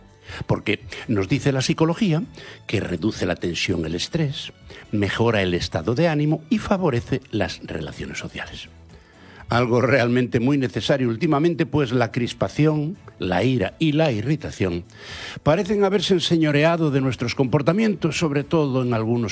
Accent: Galicia, Spain; mi patria chica, Galicia. En el lugar donde hasta no a mucho se creía que el mundo se acababa y no había nada más allá, non plus ultra que decían los antiguos, los gallegos somos bastante duchos en el uso de la retranca en las conversas cotidianas

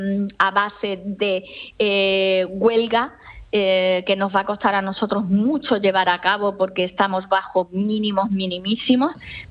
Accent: Ceuta, Spain; yo eso en mi tierra, bueno, que es Ceuta, es llamarme exagerada

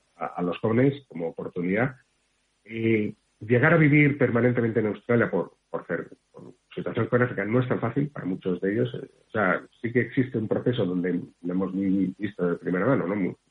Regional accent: Spain; Pues yo, mi sueño como español y medio australiano es que permita acercar dos países que estamos condenados a entendernos.

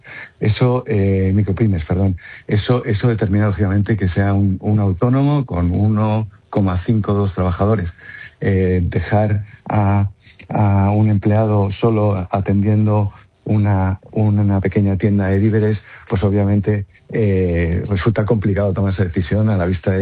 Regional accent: Ceuta, Spain; los ciudadanos de Ceuta, que somos tan españoles como los de Albacete o los de Madrid.

